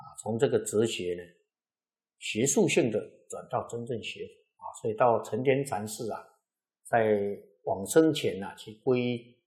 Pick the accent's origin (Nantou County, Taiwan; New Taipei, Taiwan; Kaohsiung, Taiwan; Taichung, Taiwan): New Taipei, Taiwan; Xizhi; 我七年前呢也挂一个名戏子拱北殿，就是我家乡这个仙公庙